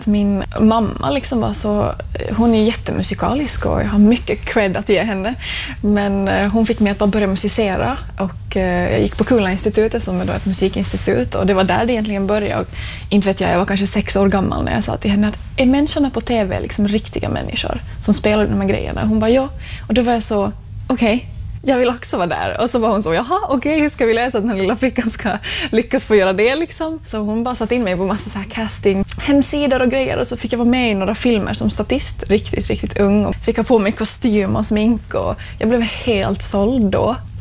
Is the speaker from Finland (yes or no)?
yes; Finland; moved away as an adult; now in Gothenburg, Sweden; jag var hemma i Finland på liksom sommarlov